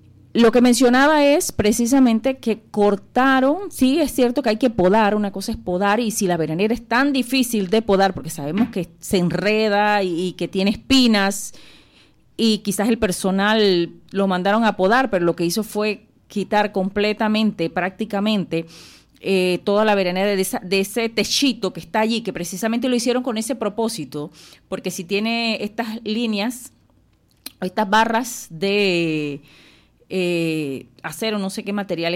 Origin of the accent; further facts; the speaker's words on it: Macaracas, Los Santos, Panama; Y digo macaraqueños porque también me incluyo. Yo nací aquí en Macaracas, para que sepan, sí. Nací aquí en el hospital, pero en el viejo, como dicen. Y mi madre de Llano de Piedras, de Macaracas. Mi padre sí es chitreano